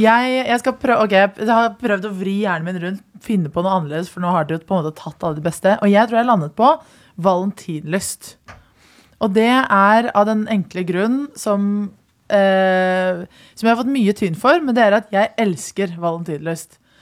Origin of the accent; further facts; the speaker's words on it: Oslo, Norway; Men det gir meg på en måte, jeg er jo fra Oslo.